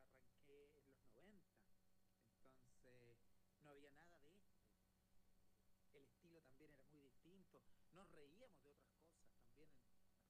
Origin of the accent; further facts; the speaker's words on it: southern Chile, Chile; De donde yo vengo, yo soy del sur de Chile